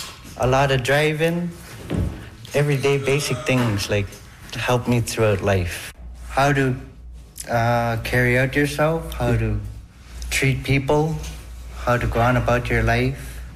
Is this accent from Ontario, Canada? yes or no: no; Cambridge Bay, Nunavut, Canada; I am from Cambridge Bay, Nunavut, born and raised.